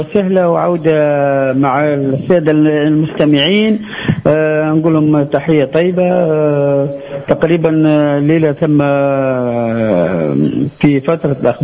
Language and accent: Arabic; Mezzouna, Sidi Bouzid, Tunisia; … أنا تعرفي المزونة